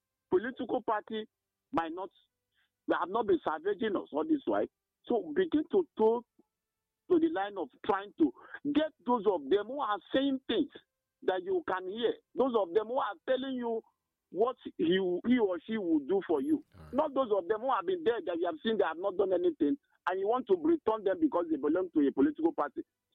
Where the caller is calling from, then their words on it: Nigeria; I'm calling from Okpabi Nimbo.